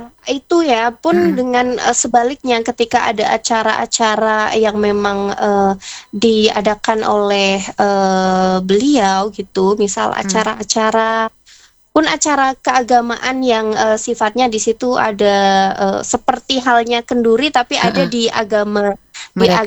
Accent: Java, Indonesia; saya masih ingat betul waktu dulu semasa kecil, ketika di Jawa

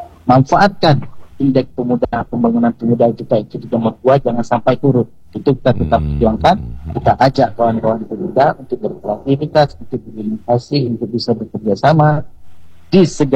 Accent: Aceh, Indonesia; Saya sebagai orang Aceh, anak muda Aceh yang saat ini juga tinggal di Aceh

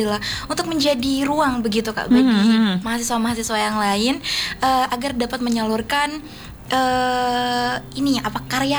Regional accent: Probolinggo, East Java, Indonesia; now in Jember, Indonesia; Kalau aku sendiri aku dari Probolinggo.

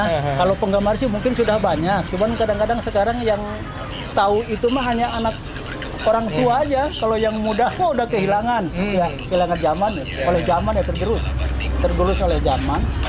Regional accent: West Java, Indonesia; Itu senang-senang yang kami selaku orang Sunda ya.

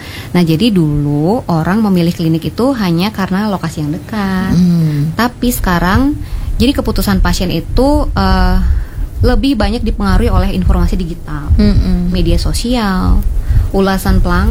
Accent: Singaraja, Bali, Indonesia; Iya, jadi di sini saya kebetulan memang lahir di Singaraja.

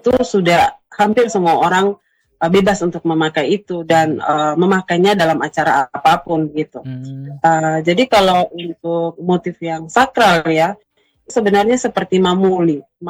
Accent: East Nusa Tenggara, Indonesia; Walaupun saya sebagai orang Sumba, tentunya saya juga harus sangat belajar banyak hal

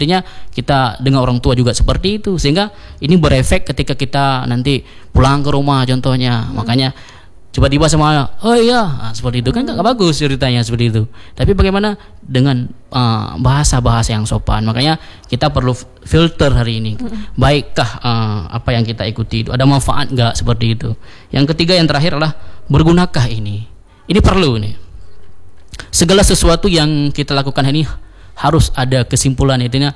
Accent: Aceh, Indonesia; now in Banda Aceh, Indonesia; culture kita orang Aceh itu

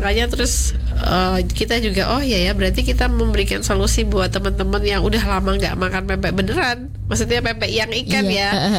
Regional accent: Java, Indonesia; now in Magetan, Indonesia; Enggak loh, Mas, aku orang Jawa.

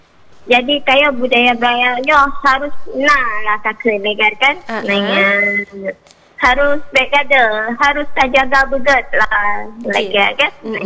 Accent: Aceh, Indonesia; sebagai urang Acehnya

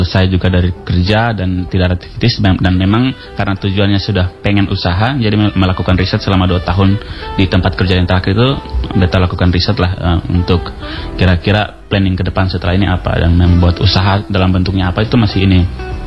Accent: Kupang, East Nusa Tenggara, Indonesia; kita orang Kupang

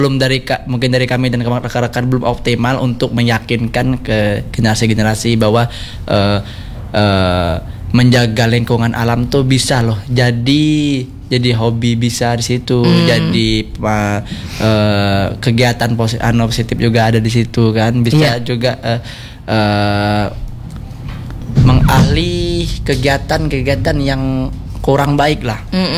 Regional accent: Bangka Belitung Islands, Indonesia; kita orang Bangka

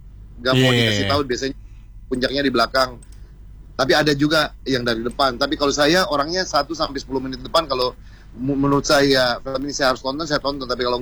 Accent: Sorong, Southwest Papua, Indonesia; Karena memang kebetulan saya juga memang dari Papua, dari Sorong.

